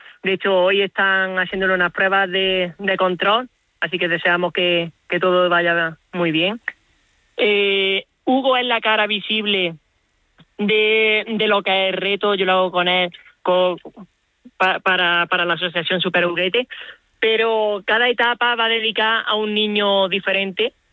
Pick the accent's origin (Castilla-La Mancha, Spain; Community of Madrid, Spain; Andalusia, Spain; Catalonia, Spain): Andalusia, Spain; Montefrío; luego ya pues de Córdoba a Montefrío, que Montefrío es mi pueblo de toda la vida. Allí tengo esperando a la familia, amigos y demás